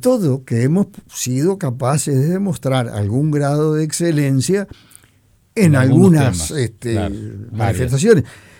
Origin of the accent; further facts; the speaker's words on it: Uruguay; hay algo que me irrita como uruguayo